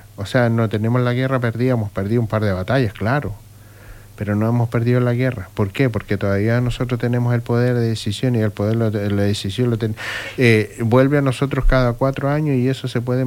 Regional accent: Chile; somos los chilenos

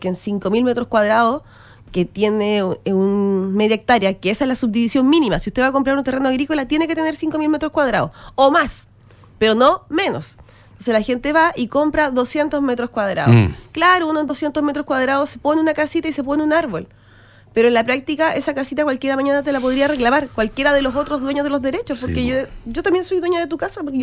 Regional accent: Pica, Tarapacá, Chile; Y yo que soy de Pica

